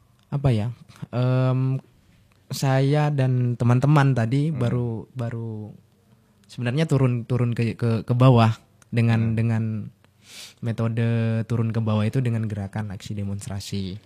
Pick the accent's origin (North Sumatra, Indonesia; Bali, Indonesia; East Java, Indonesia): East Java, Indonesia; di bawah bukit, di bawah bukit desa saya.